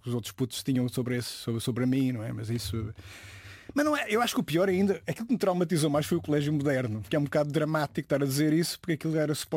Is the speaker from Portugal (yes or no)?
yes; Évora, Alentejo, Portugal; Não. Eu vim de Évora com...